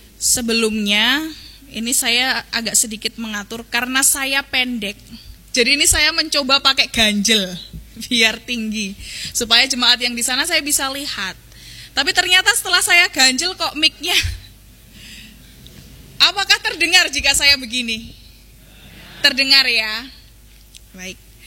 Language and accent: Indonesian; Kutoarjo, Central Java, Indonesia; now in Yogyakarta, Indonesia; Saya tidak asli Jogja, saya dari Kutoarjo.